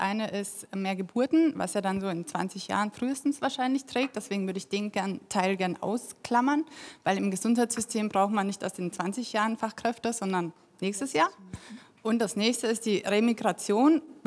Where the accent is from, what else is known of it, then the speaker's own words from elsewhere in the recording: Saxony-Anhalt, Germany; Ich komme aus der Nähe von Magdeburg.